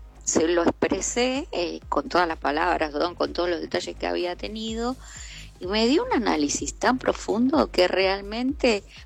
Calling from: Villa Madero, Buenos Aires Province, Argentina; de Villa Madero.

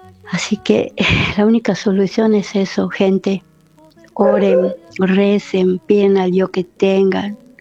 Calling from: Salta, Argentina; de Salta.

